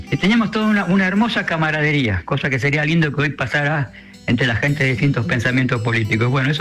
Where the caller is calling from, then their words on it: Los Polvorines, Buenos Aires Province, Argentina; de Los Polvorines.